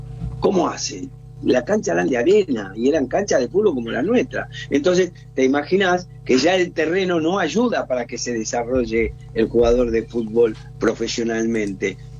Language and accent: Spanish; Argentina; yo soy argentino, tengo el corazón argentino y realmente estoy con la ansiedad de cualquier descendiente de caboverdiano